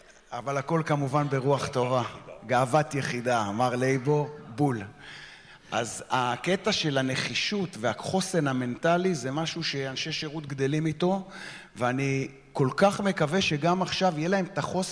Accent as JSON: {"language": "Hebrew", "region": "Gaza Strip", "country": "Palestine", "tie": "born or raised there", "said": "ואנחנו גדלנו ברצועת עזה. הם הצנחנים, אנחנו גולני."}